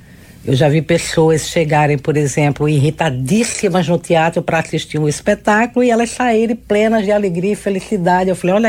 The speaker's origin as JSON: {"language": "Portuguese", "region": "Pernambuco", "country": "Brazil", "tie": "born or raised there", "also_born_or_lived": "Pesqueira / Recife", "moved": "as an adult", "lives_now": "Rio de Janeiro, Brazil", "said": "eu do interior de Pernambuco, de uma família de 8 irmãos, né? Uma casa animada."}